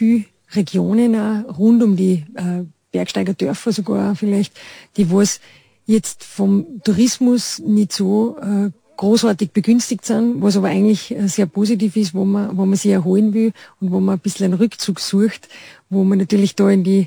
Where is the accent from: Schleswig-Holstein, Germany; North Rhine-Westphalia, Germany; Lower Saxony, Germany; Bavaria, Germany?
Bavaria, Germany; aber natürlich als Bayerin weiß man ganz genau, welchen Charakter welcher Gars hat.